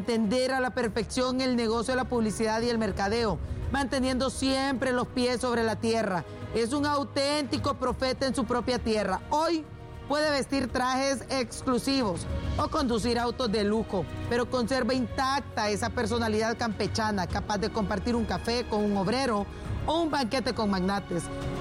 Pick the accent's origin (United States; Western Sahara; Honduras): Honduras